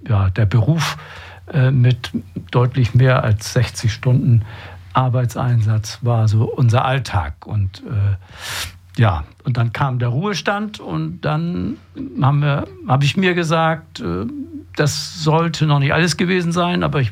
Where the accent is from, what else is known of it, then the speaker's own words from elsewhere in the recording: Bokel, Germany; born there; ich bin in Bokel geboren, als Bauernsohn, Erstgeborener.